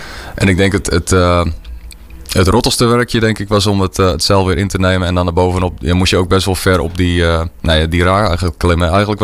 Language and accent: Dutch; Grou, Friesland, Netherlands; ik kom zelf uit Grauw.